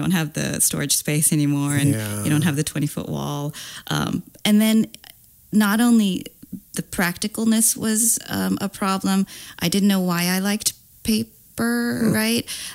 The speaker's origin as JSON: {"language": "English", "region": "Florida", "country": "United States", "tie": "born there", "also_born_or_lived": "California / Tacoma / Georgia / Texas", "said": "But yes, I was born in Florida and then quickly moved to California. And then we bounced around a bunch of places. Like we were in Tacoma when I was like 4 to 6, maybe. Then we went back to Florida."}